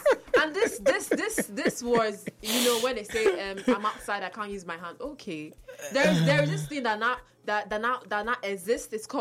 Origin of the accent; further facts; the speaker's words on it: Nigeria; as a Nigerian or as an African person that I am